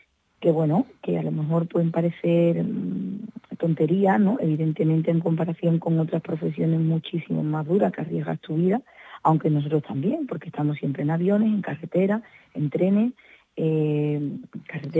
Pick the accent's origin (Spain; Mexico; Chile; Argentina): Spain; Cádiz, Andalusia; siempre sentí el calor de mi gente, el calor de la gente de la isla que me han querido desde chiquitita, desde que empecé, como digo, y luego en mi país, por supuesto, en Andalucía entera y en España entera